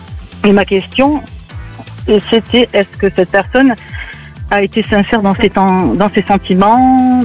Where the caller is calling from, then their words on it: Occitanie, France; J'appelle de la région d'Occitanie.